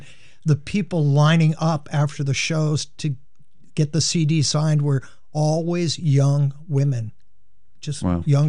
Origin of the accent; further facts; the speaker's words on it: Bangor, Maine, United States; I couldn't wait to get out so it would happen.